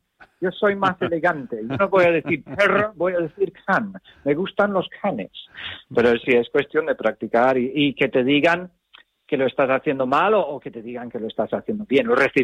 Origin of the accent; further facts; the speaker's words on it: Tenerife, Canary Islands, Spain; yo soy de Tenerife.